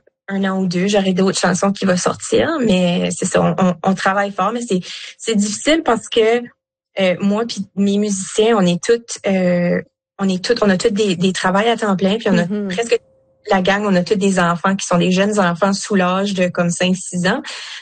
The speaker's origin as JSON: {"language": "French", "country": "Canada", "said": "Comme moi, je suis acadienne, là, mes deux parents sont francophones acadiens, mais j'avais des oncles et des tantes du côté de ma mère, puis tout ça, qui parlaient anglais. Ça fait que j'ai grandi vraiment bilingue 100%."}